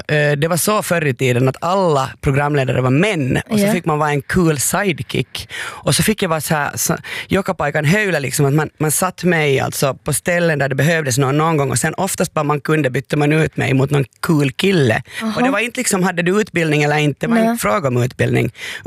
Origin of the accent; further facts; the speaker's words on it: Porvoo, Uusimaa, Finland; där vi är båda från Borgå